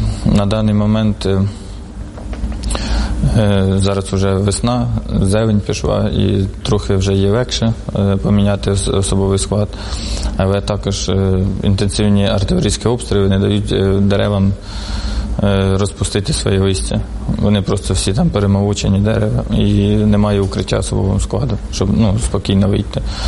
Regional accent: Sumy, Sumy Oblast, Ukraine; Із Сумщини, з Суми.

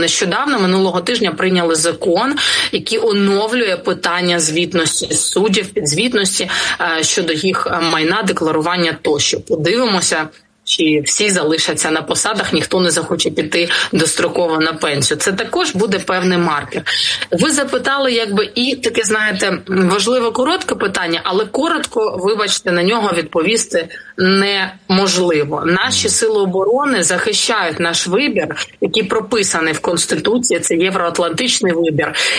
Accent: Kharkiv, Kharkiv Oblast, Ukraine; вчора в моєму рідному Харкові.

